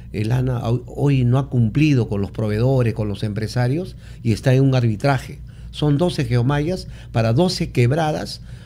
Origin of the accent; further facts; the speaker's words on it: Huarochirí, Santa Eulalia Valley, Santa Rosa de Chune, Lima, Peru; born there; Yo soy huarochirano, soy un hombre de a pie, un hombre que ha nacido en la chacra. Soy huarochirano específicamente del Valle de Santa Eulalia, de Santa Rosa de Chune